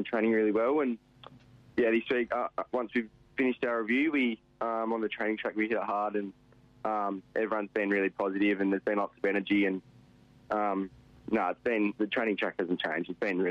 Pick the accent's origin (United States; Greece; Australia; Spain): Australia; Western Australia; Yeah, so I'm from Dongarashley, which is 40 minutes south of Geraldton. So Geraldton's the East Fremantle zone, so that's why I grew up in the Perth zone